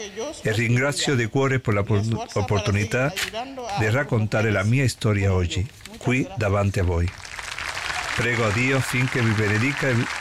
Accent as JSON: {"language": "Italian", "country": "Nigeria", "said": "sono nigeriana, provengo da una famiglia di 8 fratelli, e fin da piccola ho imparato che cosa significa lottare ogni giorno solo per sopravvivere. Non ho lasciato il mio paese perché volevo."}